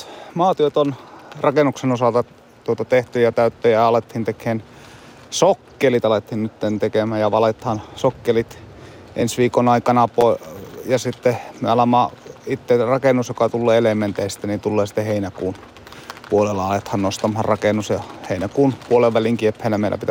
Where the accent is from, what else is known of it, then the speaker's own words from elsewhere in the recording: Lapland, Finland; minkä olen täältä Tornionjokilaaksosta olen kotoisin, niin tuota, nyt pitkän aikaan, niin olen tullut tänne takaisin